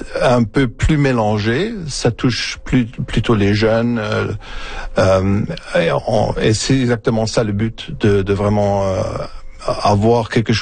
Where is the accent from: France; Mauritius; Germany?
Germany; moved away; j'ai grandi dans un cadre, j'ai grandi en Allemagne où la musique classique est très, très présent